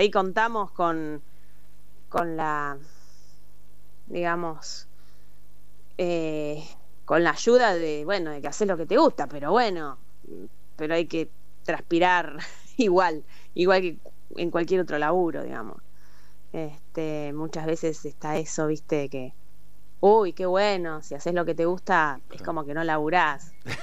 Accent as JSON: {"language": "Spanish", "town": "Tandil", "region": "Buenos Aires Province", "country": "Argentina", "tie": "born or raised there", "moved": "as an adult", "lives_now": "La Plata, Argentina", "said": "Yo nací en Tandil."}